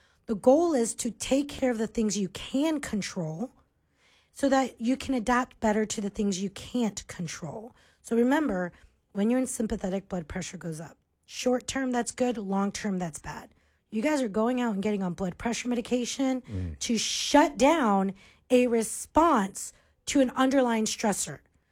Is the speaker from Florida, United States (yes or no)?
yes; Florida, United States; moved away; I'm originally from Florida.